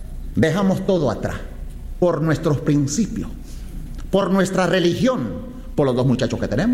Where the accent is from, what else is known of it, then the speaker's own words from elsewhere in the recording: Cuba; moved away as an adult; Nosotros estamos bien plantados en Cuba. Éramos de clase media. No queríamos ni visitar Miami, no. Salimos de Cuba en 1960.